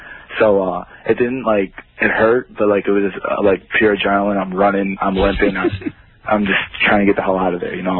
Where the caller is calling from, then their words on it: Detroit, Michigan, United States; Yeah, I'm 19. That's correct. I'm from Detroit.